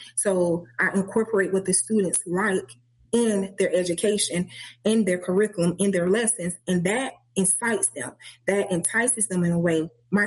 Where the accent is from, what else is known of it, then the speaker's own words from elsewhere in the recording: Birmingham, Alabama, United States; I was born in Birmingham, Alabama. That same Birmingham where them babies was bombed at.